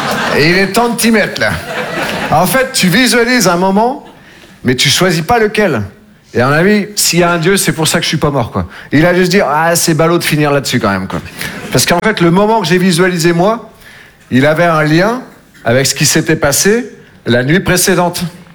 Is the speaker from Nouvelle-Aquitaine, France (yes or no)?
yes; Nouvelle-Aquitaine, France; Moi, je viens des Deux-Sèvres. Je sais pas si vous connaissez. Entre la Vienne et la Vendée. Ça aide pas des masses, visiblement, quoi. Entre le Puy du Fou et le Futuroscope. Voilà, c'est au milieu.